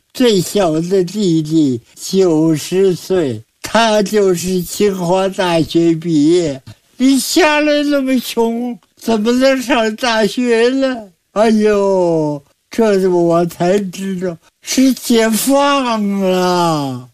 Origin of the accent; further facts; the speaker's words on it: China; 我们作为一个中国人非常骄傲，非常自豪。